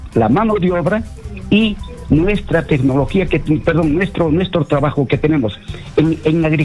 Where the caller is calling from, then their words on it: Arequipa, Peru; llamo de Arequipa